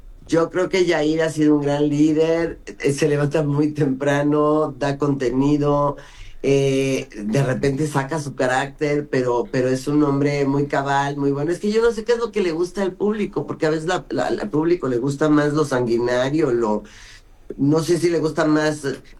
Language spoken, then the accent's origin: Spanish; Mexico City, Mexico; also born or lived in Brazil; cuando llegamos de Brasil, que se murió mi papá, nos fuimos a vivir a una vecindad a Clavería, que está al lado de Azcapotzalco, donde hice la preparatoria. Crecí en Popotla